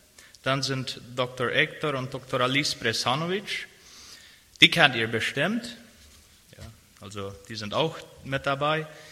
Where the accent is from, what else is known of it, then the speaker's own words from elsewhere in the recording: Loma Plata, Boquerón, Paraguay; Und dann sind ich … Wir sind aus Loma Plata auch.